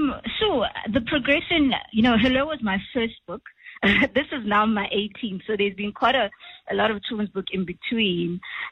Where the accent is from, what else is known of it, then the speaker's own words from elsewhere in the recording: Eastern Cape, South Africa; first language Xhosa; English is a second language; now in Gauteng, South Africa; So I grew up in the Eastern Cape. My mom Xhosa, so I grew up speaking is Xhosa. However